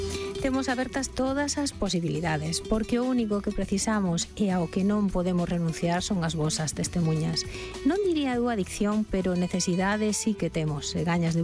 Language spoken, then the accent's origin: Galician; Galicia, Spain; Hai que elexir. Somos galegos, pero hai que elexir.